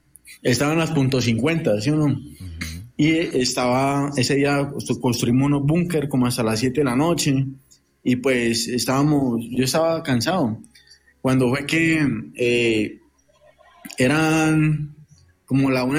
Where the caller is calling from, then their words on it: Rionegro, Antioquia, Colombia; De Río Negro, Antioquia.